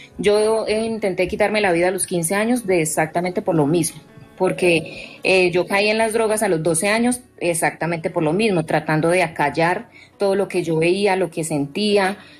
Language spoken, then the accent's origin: Spanish; Magdalena Medio, Colombia; yo soy del Magdalena Medio, allá se usa mucho toldillo por el zancudo.